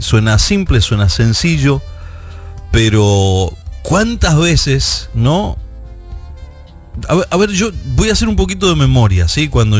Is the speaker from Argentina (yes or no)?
yes; Argentina; en mi país prácticamente siempre se vivieron tiempos difíciles, ¿no? Porque iba a decir, el tiempo en aquel entonces era difícil. En realidad, en Argentina todos los tiempos son difíciles. Lamentablemente le ha tocado a mis queridos compatriotas lidiar con cada situación